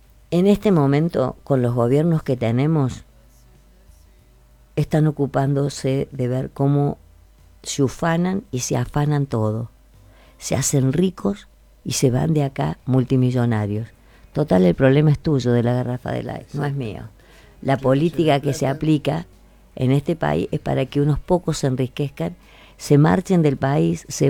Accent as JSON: {"language": "Spanish", "country": "Argentina"}